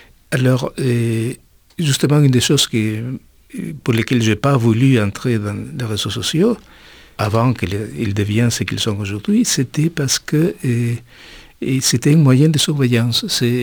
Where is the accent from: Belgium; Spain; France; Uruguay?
Uruguay; moved away; ça fait presque 50 ans que je suis parti de l'Uruguay